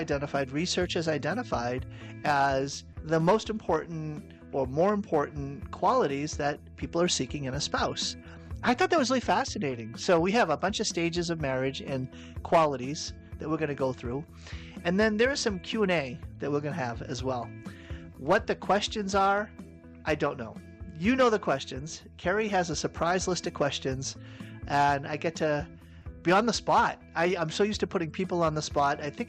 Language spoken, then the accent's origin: English; Boston, Massachusetts, United States; Growing up in Boston, the humidity was horrific.